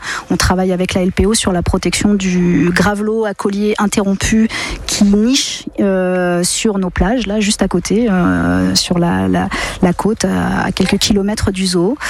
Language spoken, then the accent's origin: French; France; chez nous en France